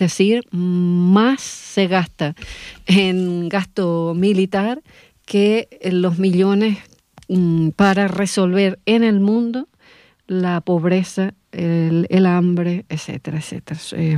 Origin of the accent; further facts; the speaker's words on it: Canary Islands, Spain; aquí somos africanos, estamos en África realmente.